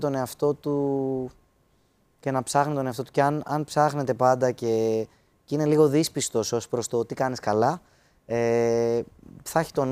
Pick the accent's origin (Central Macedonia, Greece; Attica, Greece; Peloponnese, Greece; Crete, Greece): Attica, Greece; Dafni; μεγάλωσα στη Δάφνη, αλλά πήγαινα σε ιδιωτικό σχολείο στο ψυχικό, από μικρομεσαία οικογένεια